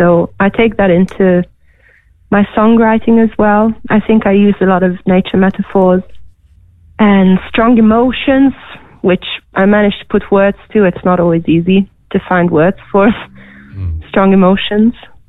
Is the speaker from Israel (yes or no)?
no; Hungary; now in Milton, Australia; 3.5 years in Milton. My partner's from here, so that's how I ended up here. I'm originally from Hungary, and yeah, but I'm going to stay here for the future.